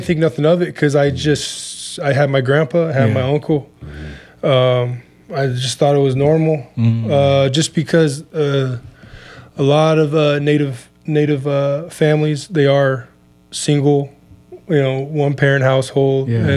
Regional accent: California, United States; Born and raised on the Saboba Indian Reservation. I've been there my whole life, born and raised, like I said. Been playing basketball. I'm 35 years old

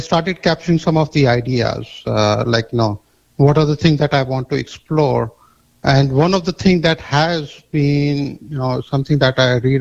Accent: India; So I grew up in India, and during my youth, there were the new things that were coming up were computers, and I'm talking about like mid-1980s.

